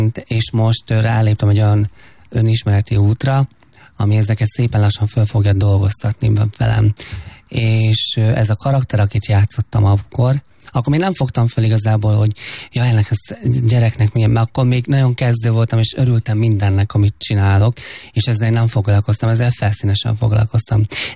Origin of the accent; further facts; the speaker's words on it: Fót, Pest, Hungary; én Fóton nőttem fel a gyermekvárosban